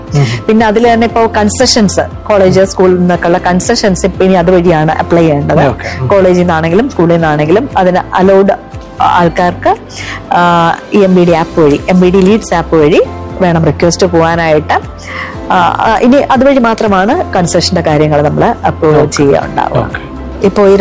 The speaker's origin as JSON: {"language": "Malayalam", "region": "Kerala", "country": "India"}